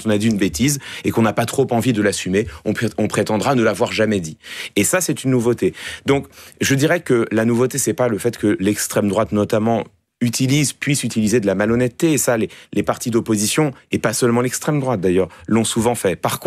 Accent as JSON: {"language": "French", "country": "France", "said": "chez nous, en France"}